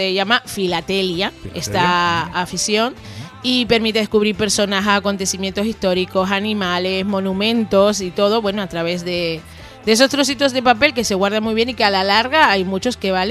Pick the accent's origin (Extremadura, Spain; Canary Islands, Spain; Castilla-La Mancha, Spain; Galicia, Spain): Canary Islands, Spain